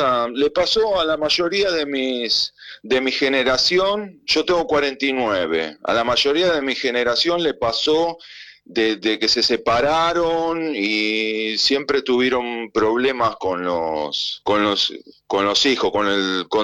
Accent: Lanús, Buenos Aires Province, Argentina; porque yo tengo pensado mudarme a Lanús, porque yo viví y me crié en Lanús.

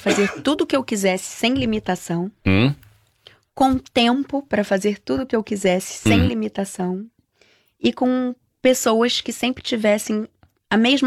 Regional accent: Rio de Janeiro, Brazil; E como uma boa carioca que sou

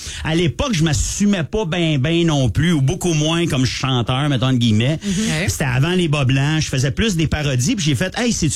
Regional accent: Ottawa, Ontario, Canada

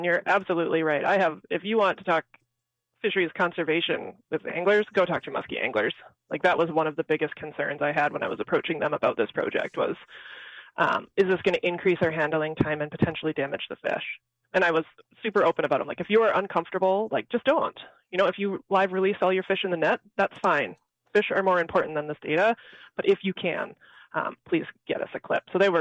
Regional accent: Ontario, Canada; I'm actually Canadian. Yeah, I picked up on that, yeah. Yeah. So I grew up in the Great Lakes, a small little town on Manitoulin Island in the north shore of Lake Huron.

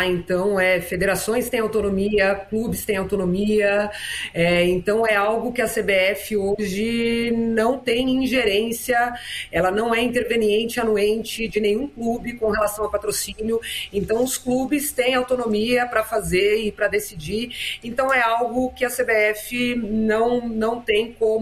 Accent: São Paulo, Brazil; Você vai olhar para o estado de São Paulo, por exemplo, eu sou paulistana

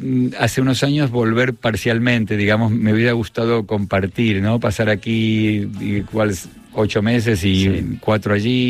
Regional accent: Argentina; accent: Argentine; Pero también es cierto que mi acento, que a un español le parece totalmente argentino, cuando voy a Argentina es parcialmente argentino.

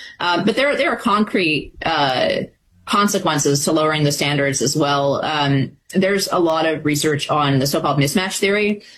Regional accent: California, United States; I grew up in California, so I'm a product of the UC system myself.

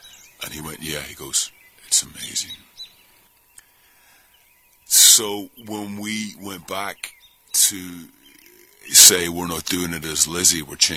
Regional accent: Northern Ireland, United Kingdom; As Irish kids, we were at that time, because Ireland was such, certainly in the north with everything that was going on in my situation, but we were very influenced by American culture.

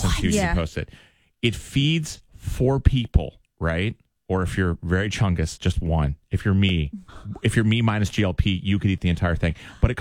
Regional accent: New England, United States; I grew up in New England, so I love lobster.

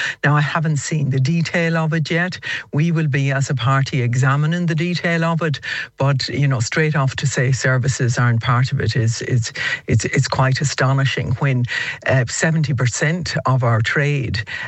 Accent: Ireland; we have to stand up as an Irish nation.

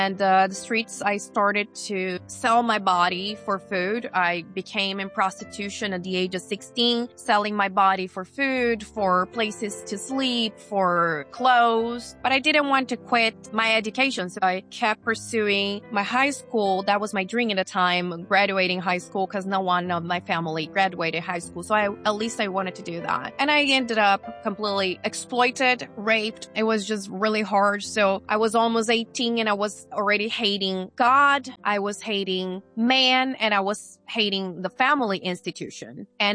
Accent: São Paulo, Brazil; born or raised there; now in United States

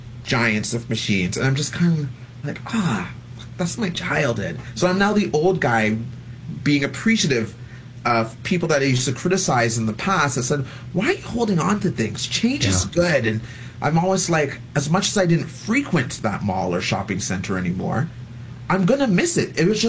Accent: Ottawa, Ontario, Canada; So I grew up in Ottawa's West End

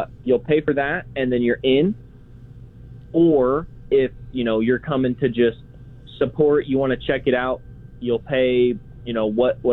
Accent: Ramona, California, United States; to be a part of Ramona, and for me to be able to represent my hometown

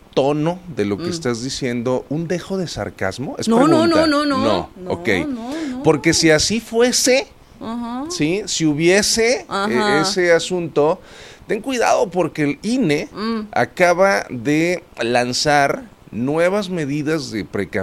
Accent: Mexico; me siento como un mexicano representado en este asunto.

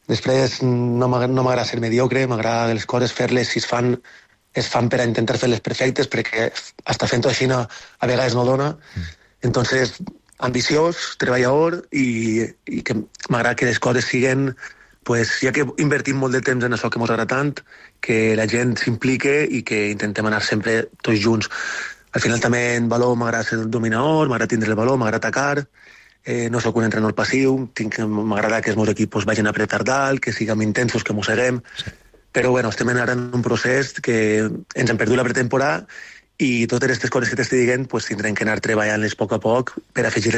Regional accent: Xeraco, Valencian Community, Spain; perquè si jo sóc de Xeraco, que està al costat

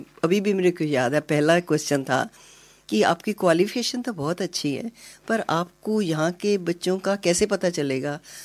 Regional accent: Chandigarh, India; moved away as an adult; now in Sydney, Australia

